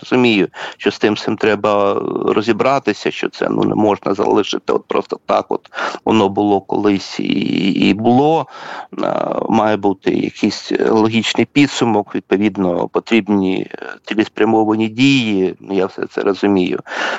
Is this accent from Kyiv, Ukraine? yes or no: no; Chernihiv Oblast, Ukraine; ну я з Чернігівщини, ну от були коли розкопки